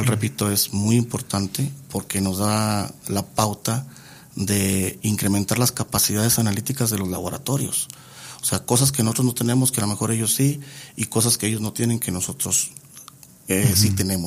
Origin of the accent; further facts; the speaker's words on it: Mexico; como mexicanos o como gente de acá del norte del continente